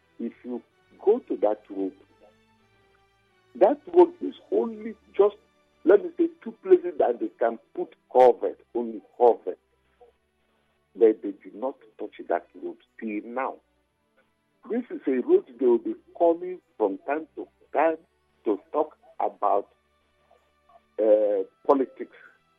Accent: Nigeria; I am a native of the Kata community.

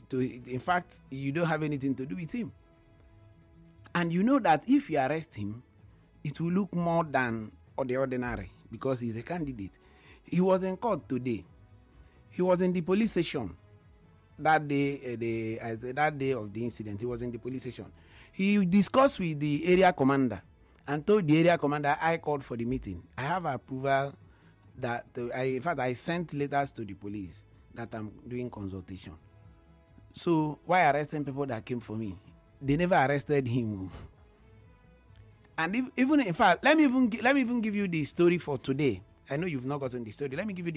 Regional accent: Emohua, Rivers, Nigeria; I'm from Emoha local government.

